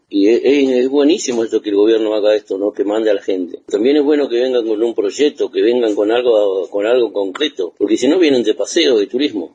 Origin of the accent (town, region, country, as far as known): Argentina